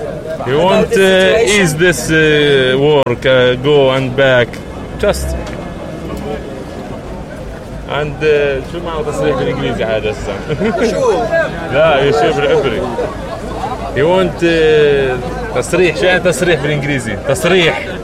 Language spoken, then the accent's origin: English; Nablus, West Bank, Palestine; English is a second language; I'm from Nablus.